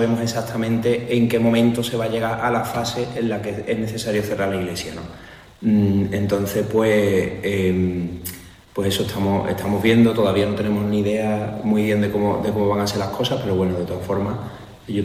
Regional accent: La Rinconada, Andalusia, Spain; also born or lived in Seville / Castillo de las Guardas; Yo tengo 35 años y, bueno, yo soy de San José de la Rinconada, aunque mi familia toda es de la Macarena, de la calle Feria, y yo nací en la calle San Luis.

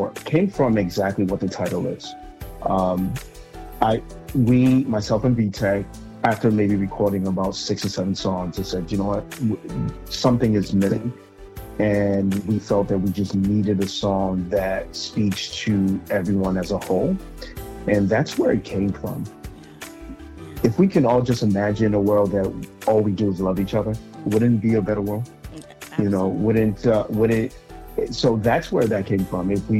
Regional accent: Nigeria; it was a project I was working on in Lagos, Nigeria. I'm originally from Nigeria, and I was back home working on a project

